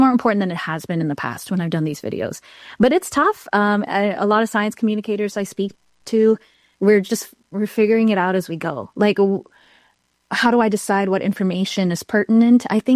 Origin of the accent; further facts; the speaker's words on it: Ohio, United States; I grew up in Ohio, went to Ohio State.